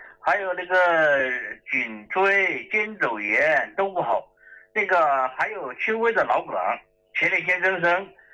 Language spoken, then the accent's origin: Chinese; Wanzhou, Chongqing, China; 哎，李老师，我家是重庆万州的。